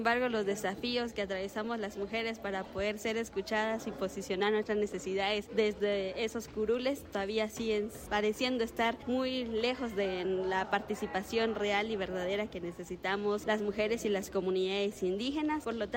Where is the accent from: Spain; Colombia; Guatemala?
Guatemala; sin duda son esos eventos que nos reúnen como guatemaltecos a tener que pensar cuál va a ser el horizonte